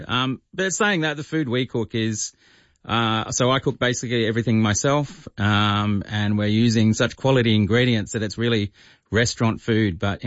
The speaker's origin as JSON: {"language": "English", "country": "Australia", "tie": "born or raised there", "said": "growing up in Australia"}